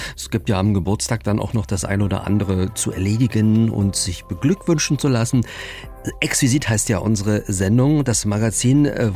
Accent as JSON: {"language": "German", "town": "Lübbenau", "region": "Brandenburg", "country": "Germany", "said": "Ich komme aus Lübbenau, die Gurken sind ja auch alle rübergegangen."}